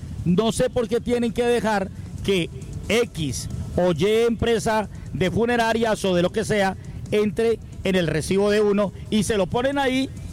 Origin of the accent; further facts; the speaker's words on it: Cali, Valle del Cauca, Colombia; como caleño y como usuario también hago mi reclamación.